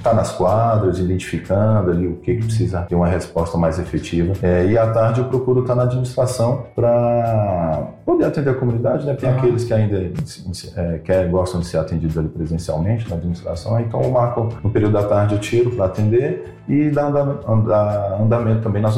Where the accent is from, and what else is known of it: Recanto das Emas, Federal District, Brazil; born or raised there; also born or lived in Taguatinga